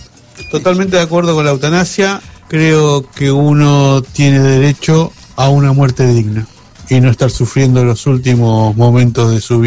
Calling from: Ezeiza, Buenos Aires Province, Argentina; saludos desde Ezeiza

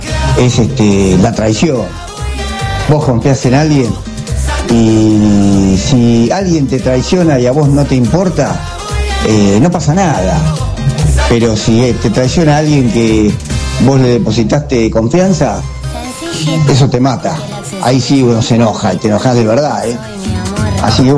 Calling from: Buenos Aires, Argentina; de Floresta 967.

